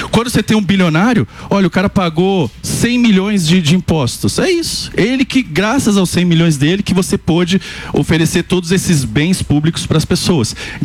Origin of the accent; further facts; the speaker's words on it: São Paulo, Brazil; born there; Deixa eu te dizer, eu nasci em Itaquera e, pô.